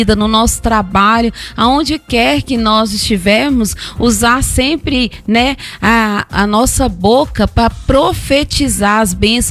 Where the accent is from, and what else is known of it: Pedro Leopoldo, Minas Gerais, Brazil; born there; now in Sete Lagoas, Brazil